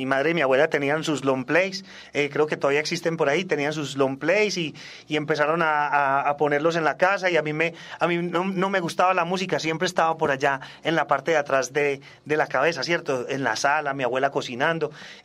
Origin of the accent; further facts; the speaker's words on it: Melbourne, Victoria, Australia; first language English; Spanish is a second language; moved away as an adult; now in Medellín, Colombia; Yo me crié en Australia, soy nacido y criado en Australia.